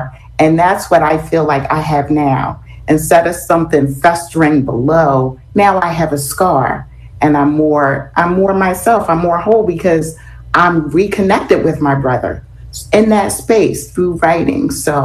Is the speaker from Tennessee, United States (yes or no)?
no; Philadelphia, Pennsylvania, United States; I was always talking about growing up in Philly, growing up in North Philly